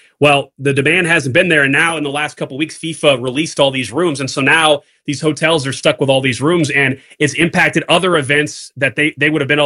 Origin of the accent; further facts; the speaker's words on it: Kansas City, Missouri, United States; am I still pumped and excited that my hometown has the World Cup? It's the only time in my lifetime I will ever have a World Cup, probably in Kansas City, right?